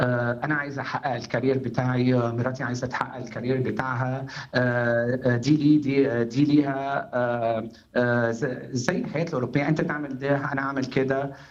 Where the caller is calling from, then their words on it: France; نحن كابل عايشين بفرنسا زي اي كابل اوروبي،